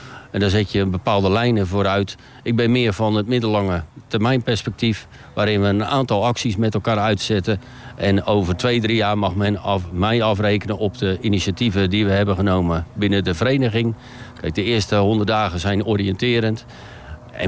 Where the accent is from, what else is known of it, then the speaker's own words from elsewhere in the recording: Rijnsburg, South Holland, Netherlands; also born or lived in Kampen / Katwijk; now in Noordwijk, Netherlands; Ik ben in Rijnsburg opgegroeid. Ik ben niet in Rijnsburg geboren, maar wel een echte ui. En dat is omdat ik in Kampen ben geboren. Dus dan ben je kamper ui. Ik heb jarenlang, 20 jaar nu, in Katwijk gewoond.